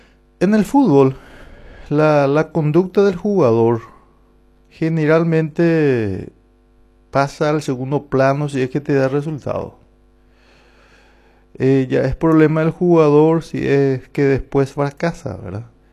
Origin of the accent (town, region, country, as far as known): Paraguay